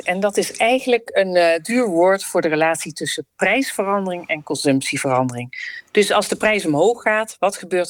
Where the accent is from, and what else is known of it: Netherlands